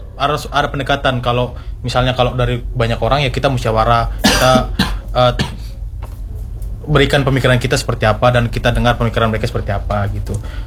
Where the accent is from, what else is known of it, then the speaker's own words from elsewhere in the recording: Medan, North Sumatra, Indonesia; Sedangkan kami dari Medan aja belum